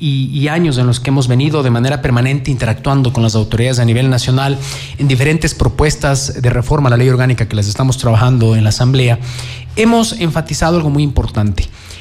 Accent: Ecuador; Nosotros como ciudadanos ecuatorianos

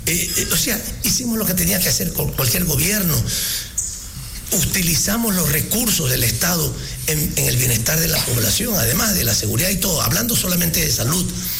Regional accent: Ecuador

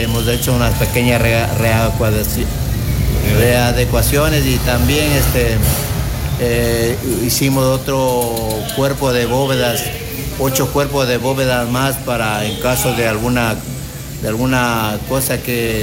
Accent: Quevedo, Los Ríos, Ecuador; y somos de aquí, de Quevedo

